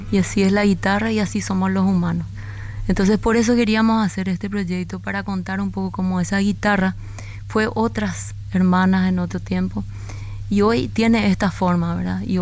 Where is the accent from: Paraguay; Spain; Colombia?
Paraguay; moved away; Al público de mi tierra